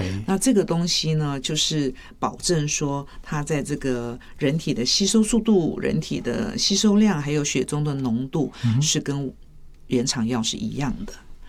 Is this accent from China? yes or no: no; Taiwan; 这个是很大的迷思，就是我们台湾人讲一句话叫做贵也较好，